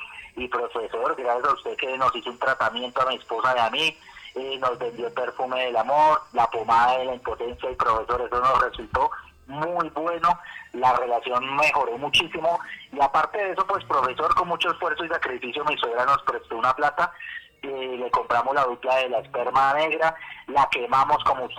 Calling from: Santa Rosa de Osos, Antioquia, Colombia; De aquí, de Santa Rosa de Osos.

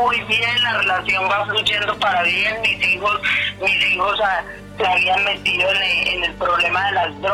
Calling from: Itagüí, Antioquia, Colombia; Estoy llamando desde el municipio de Itagüí.

